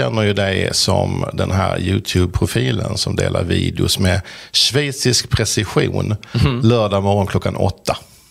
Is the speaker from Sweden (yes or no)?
yes; Helsingborg, Skåne, Sweden; Jag är från Helsingborg.